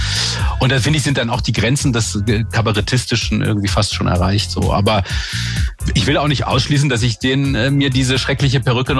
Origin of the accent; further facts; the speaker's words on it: Freiburg, Baden-Württemberg, Germany; Genau, ich wohne jetzt wieder in meiner alten Heimat und mir geht's sehr gut.